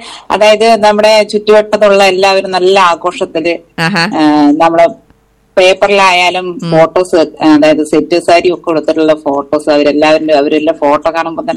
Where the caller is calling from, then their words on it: Palakkad, Kerala, India; Chandranagar.